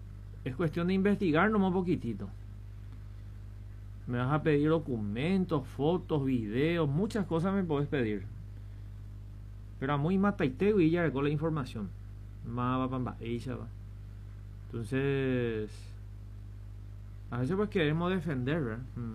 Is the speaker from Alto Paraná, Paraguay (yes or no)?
yes; Presidente Franco, Alto Paraná, Paraguay; nací en Franco. Y desde los 7 años vendo diario por la calle y justamente de esa zona de San Miguel.